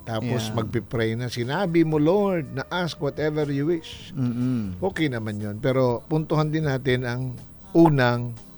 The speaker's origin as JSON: {"language": "Tagalog", "town": "Santo Domingo", "region": "Bicol Region", "country": "Philippines", "said": "Pero dito sa Legazpi at sa amin sa Santo Domingo talaga namang"}